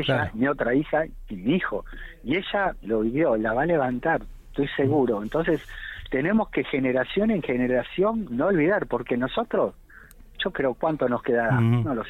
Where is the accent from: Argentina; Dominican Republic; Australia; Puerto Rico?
Argentina; cuando nosotros como argentinos no murió ningún kelper.